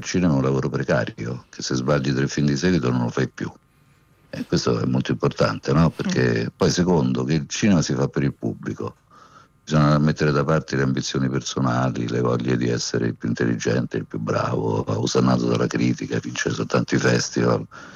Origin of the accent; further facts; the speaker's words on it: Rome, Lazio, Italy; Siamo romani, ma abbiamo fatto, che se tu pensi, non so, Sotto il vestito niente, eccezionale veramente, Via Monte Napoleone, Iuppis, ma tantissimi, abbiamo fatto tantissimi film che hanno raccontato Milano